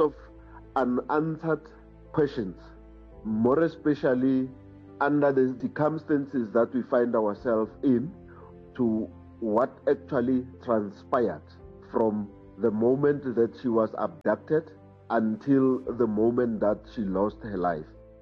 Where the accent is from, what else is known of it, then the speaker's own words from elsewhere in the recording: South Africa; As a South African citizen, it made me feel bad.